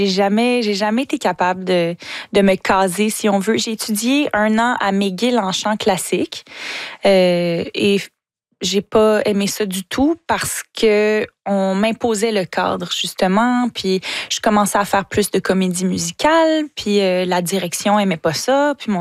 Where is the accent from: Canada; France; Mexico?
Canada; Quebec; now in Montreal, Canada; J'aime tellement, tellement ma ville, Montréal et le Québec en entier.